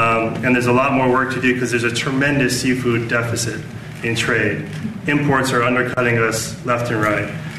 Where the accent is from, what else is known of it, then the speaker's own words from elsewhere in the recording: Hawaii, United States; from Hawaii.